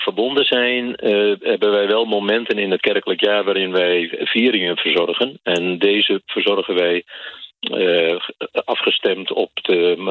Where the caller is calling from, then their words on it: Oosterhuizen, Gelderland, Netherlands; Ik zit in Oosterhuizen